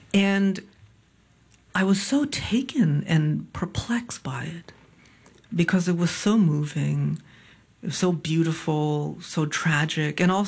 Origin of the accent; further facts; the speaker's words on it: Hartford, Connecticut, United States; So when I was growing up in Hartford